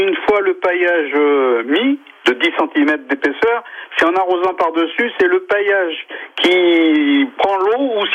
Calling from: Saint-Rogatien, Nouvelle-Aquitaine, France; De Saint-Rogatien.

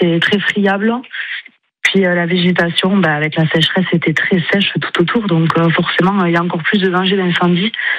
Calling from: Millas, Occitanie, France; moi, personnellement, j'habite sur Mias

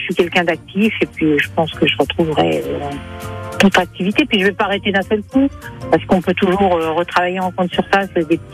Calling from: Poitiers, Nouvelle-Aquitaine, France; moi je suis à Poitiers là.

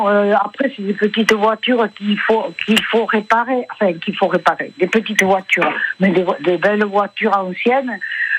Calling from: France; Je vous appelle de Jelens.

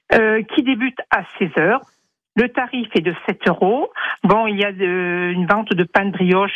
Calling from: Chard, Nouvelle-Aquitaine, France; Eh ben, je suis à Chars.

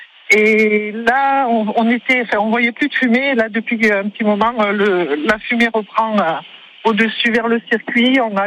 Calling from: Lédenon, Occitanie, France; Je suis à Lédenon, donc juste en dessous de la Pinède qui a pris feu

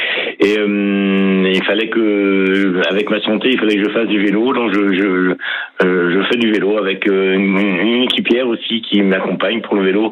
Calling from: Sorgues, Provence-Alpes-Côte d'Azur, France; À Sorgues, dans le centre-ville de Sorgues.

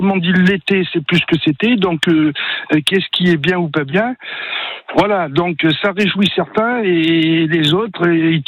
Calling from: Auvergne-Rhône-Alpes, France; Je suis auvergnat, moi

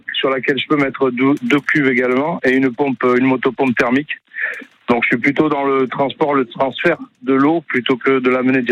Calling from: Dax, Nouvelle-Aquitaine, France; Je suis sur Dax

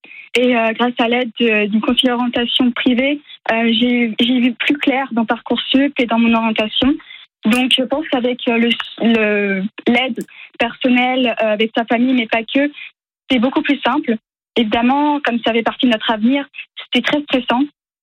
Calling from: Vittel, Grand Est, France; Je suis de Vittel, dans les Vosges.

